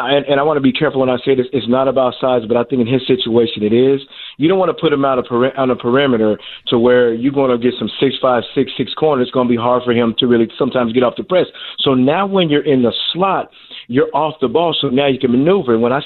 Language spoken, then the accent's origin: English; Denver, Colorado, United States; I'm from Denver, Colorado, grew up watching John Elway.